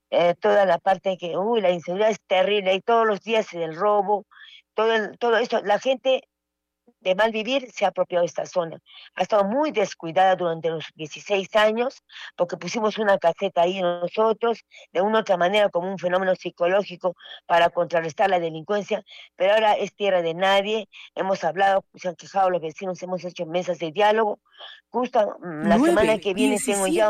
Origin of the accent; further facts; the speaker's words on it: Hunter, Arequipa, Peru; nuestro pueblo de Hunter